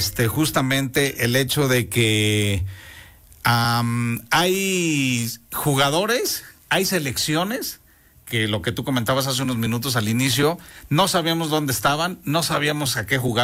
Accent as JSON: {"language": "Spanish", "country": "Mexico", "said": "como decimos aquí en México"}